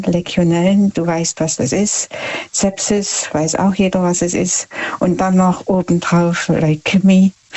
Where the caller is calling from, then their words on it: Markkleeberg, Saxony, Germany; Von ganz, ganz, ganz weit her, von Mark Kleberg. Ich bin eine Sächsin aus Sachsen, Leipzig.